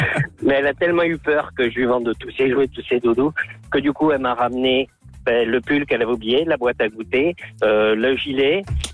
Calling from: Condom, Occitanie, France; Moi, j'habite à Condon, dans le Gers.

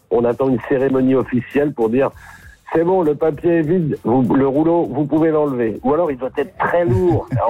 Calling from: Nouvelle-Aquitaine, France; Moi, je suis en Dordogne.

